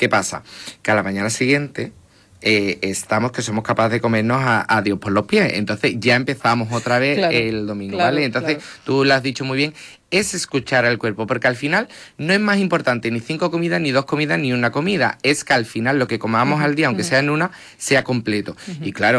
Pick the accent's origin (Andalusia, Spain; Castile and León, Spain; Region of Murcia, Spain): Andalusia, Spain; somos muy andaluces